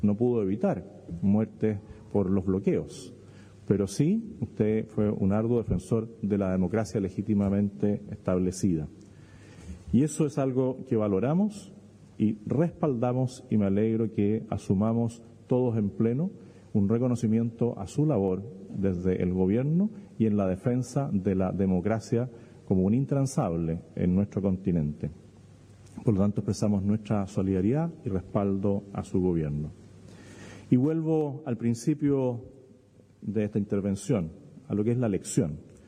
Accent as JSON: {"language": "Spanish", "country": "Chile", "said": "Como chilenos sabemos colaborar."}